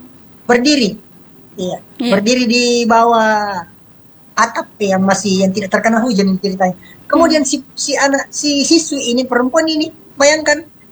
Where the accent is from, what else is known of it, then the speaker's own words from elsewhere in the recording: South Sulawesi, Indonesia; dalam budaya kita orang Makassar itu seperti ini